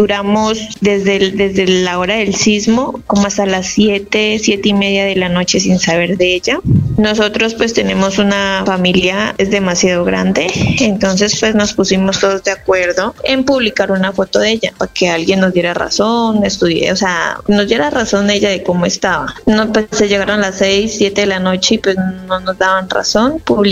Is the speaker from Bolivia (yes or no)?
no; Pitalito, Huila, Colombia; Nosotros somos de Bruselas, corregimiento de Pitalito, del Huila.